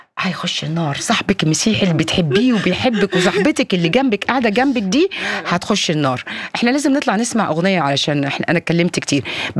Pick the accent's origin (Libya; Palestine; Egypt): Egypt; ده ما بيحصلش عندنا في مصر، يعني فاهم ازاي، وطول عمرنا احنا مصريين مسيحيين عايشين مع مسلمين